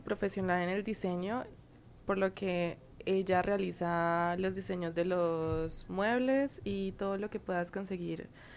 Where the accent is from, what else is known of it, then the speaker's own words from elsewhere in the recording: Villavicencio, Meta, Colombia; Sí, es una empresa familiar, todos somos de acá de Villavicencio.